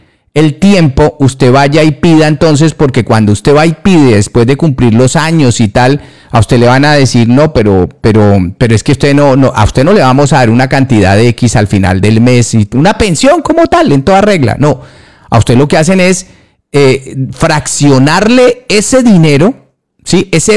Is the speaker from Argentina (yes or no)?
no; Colombia; soy colombiano